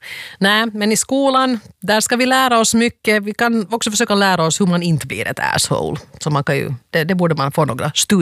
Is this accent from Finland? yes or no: yes; Finland